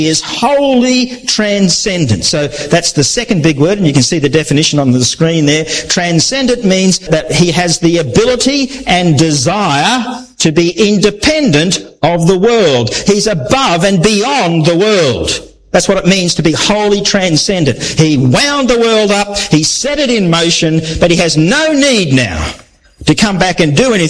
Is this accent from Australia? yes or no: yes; Australia; I'm Australian